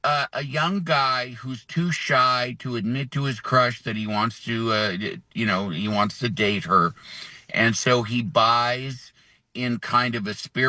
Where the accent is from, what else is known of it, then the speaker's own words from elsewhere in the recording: Illinois, United States; And I grew up outside of Chicago, and I went to film school.